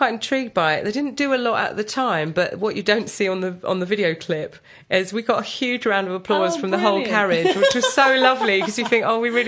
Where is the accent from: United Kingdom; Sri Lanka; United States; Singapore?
United Kingdom; And but being British, nobody spoke to us.